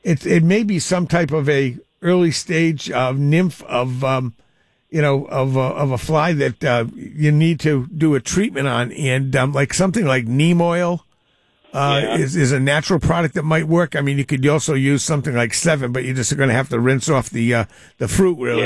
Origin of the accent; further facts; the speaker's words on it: East Providence, Rhode Island, United States; areas that they've had problems with West Nile virus in Rhode Island so far have been East Providence, my hometown, North Providence, and Providence.